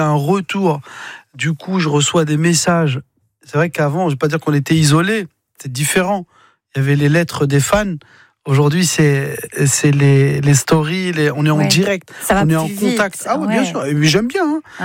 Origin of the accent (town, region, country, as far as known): Mantes-la-Jolie, Île-de-France, France